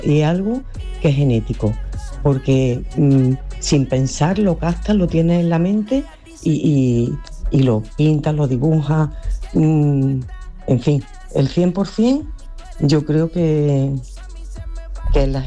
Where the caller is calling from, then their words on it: Córdoba, Andalusia, Spain; de Córdoba.